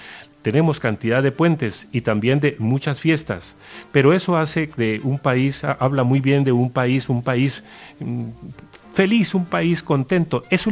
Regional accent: Colombia; donde valoremos lo nuestro, donde nos reconozcamos como colombianos.

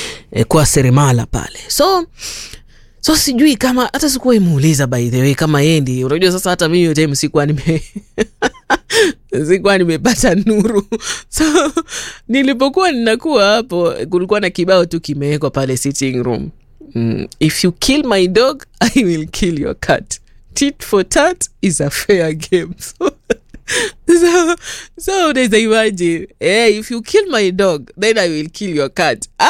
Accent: Garsen, Tana River County, Kenya; Alafu akajipata akawa ameenda pale Garseni pale Tana River. So mimi nikajipata nimezaliwa Tana River.

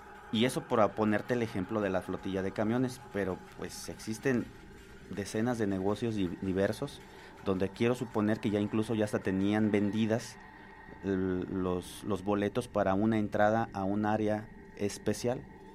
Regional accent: Mexico; Somos mexicanos

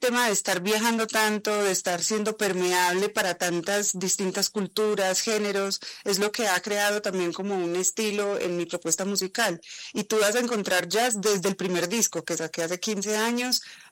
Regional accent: Medellín, Antioquia, Colombia; moved away as an adult; also born or lived in New York / Miami / Mexico; soy de Medellín, soy la colombiana creo que más patriota del mundo, amo mi país, pero también me considero ciudadana del mundo, he sido muy inquieta toda mi vida, he viajado mucho y he vivido en distintos lugares, viví en Nueva York

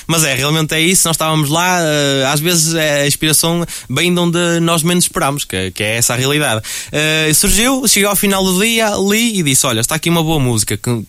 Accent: Norte, Portugal; do Ouro Litoral, que é, no fundo, de onde eu sou.

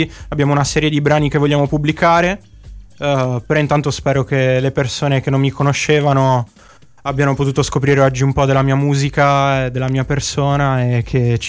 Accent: Sardinia, Italy; Io dico sempre che sono sardo e poi dico in Italia

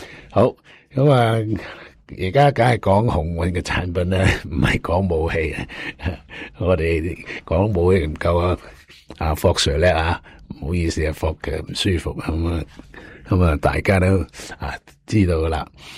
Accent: China; 所以咧，我哋中国人咧，就起码做咩都系一路一路去进步嘅

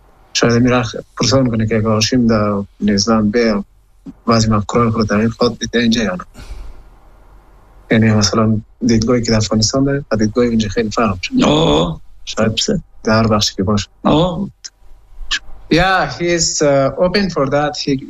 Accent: Bamiyan, Afghanistan; English is a second language; where I live the people don't know I'm from Bamiyan I told them I'm from somewhere else to be more safe

